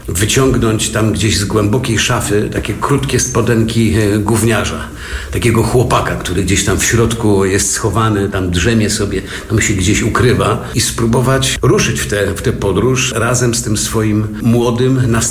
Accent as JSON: {"language": "Polish", "town": "Strzelce Opolskie", "region": "Opole Voivodeship", "country": "Poland", "tie": "born there", "said": "Moja mama była w Strzelce Opolskim, gdzie się urodziłem"}